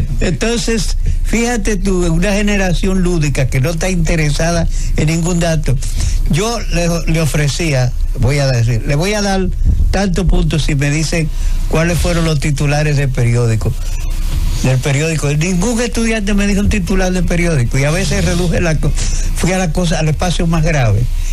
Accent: Dominican Republic

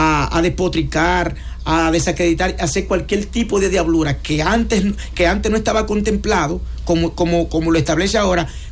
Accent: Dominican Republic; ¿Cuáles son mis expectativas como dominicano?

